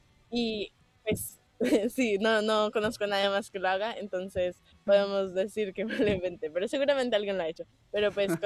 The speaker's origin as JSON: {"language": "Spanish", "country": "Colombia", "tie": "born or raised there", "also_born_or_lived": "Mexico", "said": "Sí. Mis papás son colombianos, toda mi familia es colombiana. Nací en México... estaban pues de viaje y como trabajando ahí durante un tiempo, entonces viví como 2 años en México y después me mudé"}